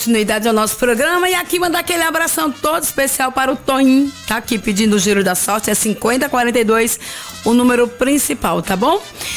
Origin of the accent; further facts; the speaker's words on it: Northeast Region, Brazil; Sou nordestina, gente.